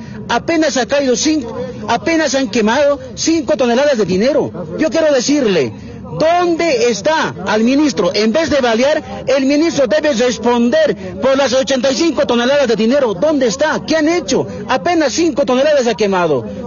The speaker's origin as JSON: {"language": "Spanish", "region": "Santa Cruz", "country": "Bolivia", "said": "yo vengo de Santa Cruz, soy representante de la Federación Única de Campesinos."}